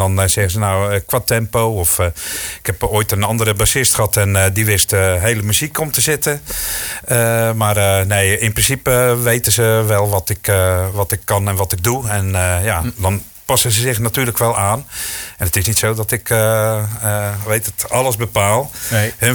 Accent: Goes, Zeeland, Netherlands; also born or lived in Spain; En later, ik kom uit Zeeland, uit Goes. En dat is de bakermat van de Rhythm and Blues.

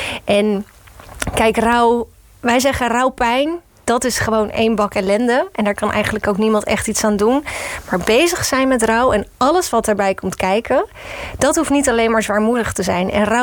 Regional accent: Rotterdam, South Holland, Netherlands; We komen allebei uit Rotterdam, zijn even oud.

